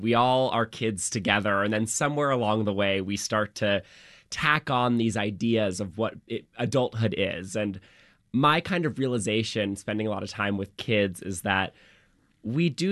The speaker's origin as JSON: {"language": "English", "town": "New York City", "region": "New York", "country": "United States", "tie": "born or raised there", "said": "I was raised by three lesbian moms and two gay dads. I had a big queer family. I was raised in Brooklyn."}